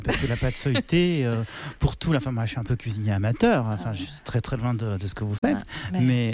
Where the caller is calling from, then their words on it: Brittany, France; Chez moi dans le Finistère, on dit cougnamant.